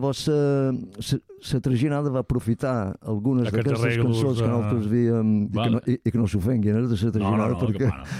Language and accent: Catalan; Ferreries, Balearic Islands, Spain; also born or lived in Maó; Jo som de Ferreries, però després vaig anar a viure a Mó